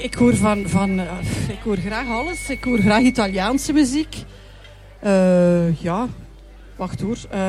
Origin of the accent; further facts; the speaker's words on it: Burst, Flanders, Belgium; De vrijdag aan de kerk hier, in mijn thuisdorp.